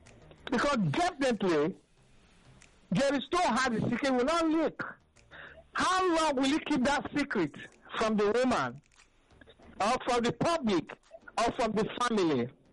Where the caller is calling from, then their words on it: Ikoto, Eastern Equatoria, South Sudan; I'm calling from Ikoto.